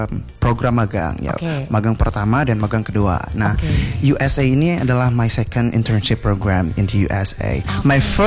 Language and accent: Indonesian; Pekanbaru, Riau, Indonesia; now in Batam, Indonesia; Aku aslinya sebenarnya dari Pekanbaru, specifically itu dari Kabupaten Siak.